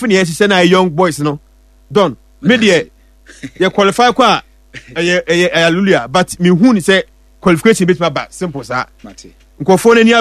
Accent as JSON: {"language": "English", "region": "England", "country": "United Kingdom", "said": "I'm from England."}